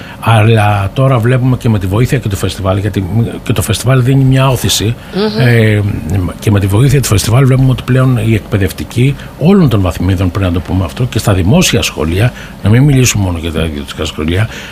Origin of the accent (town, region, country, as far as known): Greece